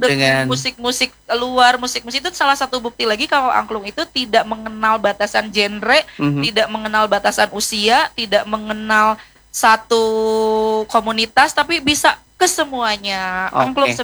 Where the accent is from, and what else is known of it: West Java, Indonesia